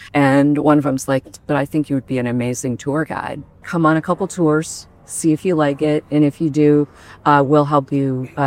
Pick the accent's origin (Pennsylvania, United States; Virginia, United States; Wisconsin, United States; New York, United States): New York, United States; New York City; I'm a New Yorker. New Yorkers don't go to touristy things.